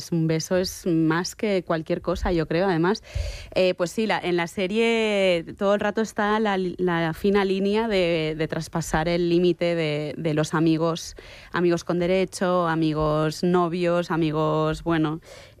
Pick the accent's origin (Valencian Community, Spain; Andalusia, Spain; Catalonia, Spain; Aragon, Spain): Catalonia, Spain; Barcelona; yo es que soy de Barcelona, entonces yo la cosa del mar, de estar morenita